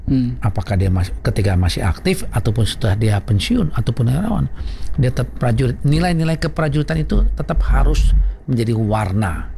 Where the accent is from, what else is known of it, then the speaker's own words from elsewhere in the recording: North Sumatra, Indonesia; sebagai prajurit TNI dengan latar belakang orang Batak